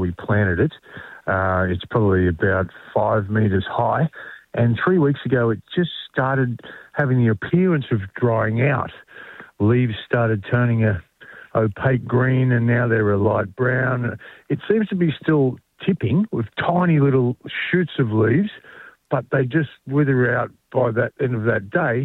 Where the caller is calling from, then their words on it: Budgewoi, New South Wales, Australia; We are on the black sand there at Budgiewoy. We live near the beach